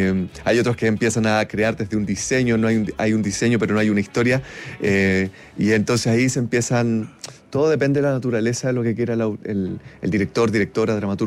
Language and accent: Spanish; Concepción, Biobío, Chile; Bueno, varios de los miembros de la compañía somos de región. Creo que lo mencioné recién, pero yo soy de Concepción.